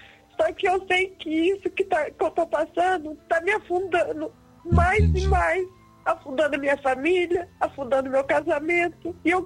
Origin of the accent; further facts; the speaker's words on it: Paraná, Brazil; Eu sou do Paraná.